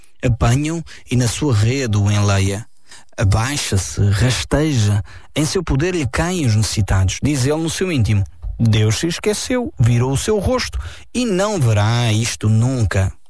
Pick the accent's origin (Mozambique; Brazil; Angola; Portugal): Portugal; Isto é uma tremenda advertência para nós como portugueses.